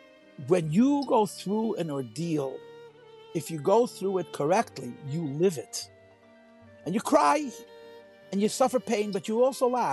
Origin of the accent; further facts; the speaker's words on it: New York City, New York, United States; I grew up in Crown Heights. I grew up at the Rebbe's feet. I was very, very fortunate. I was born in 1965.